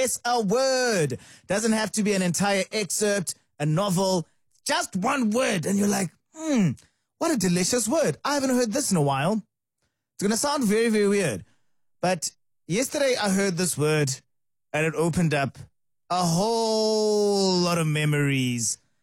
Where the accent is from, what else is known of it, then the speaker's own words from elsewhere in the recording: Brackenhurst, Gauteng, South Africa; And also, I grew up in Brackenhurst, Bracken Downs, so we had all those shopping stores over there.